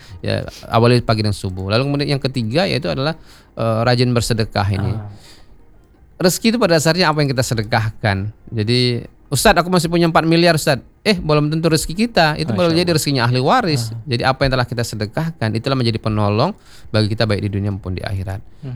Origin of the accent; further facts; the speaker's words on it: West Sumatra, Indonesia; orang kita Minang